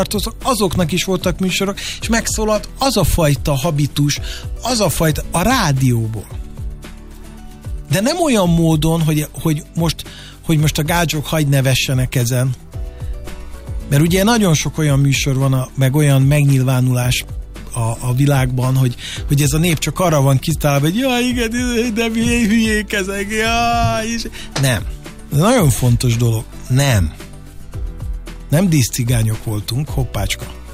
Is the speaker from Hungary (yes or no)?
yes; Hungary; akkor én ott képviseltem Magyarországot is. Mert úgy mondták be, hogy a gitáros … from Hungary.